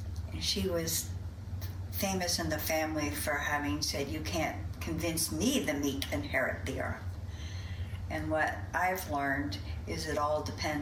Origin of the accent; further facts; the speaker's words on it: Philadelphia, Pennsylvania, United States; even though I grew up outside Philly.